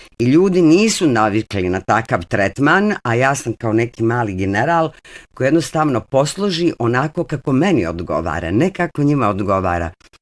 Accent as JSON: {"language": "Bosnian", "town": "Sarajevo", "region": "Federation of Bosnia and Herzegovina", "country": "Bosnia & Herzegovina", "tie": "born there", "said": "Rodni grad u mom srcu je uvijek moj rodni grad i Sarajevo je nešto što se ne može zaboraviti"}